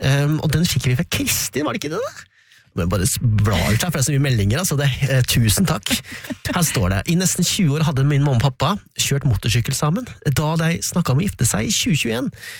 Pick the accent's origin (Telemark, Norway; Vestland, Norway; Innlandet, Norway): Innlandet, Norway; jeg føler meg fortsatt som hedmarking, altså, men vi innlendinger da.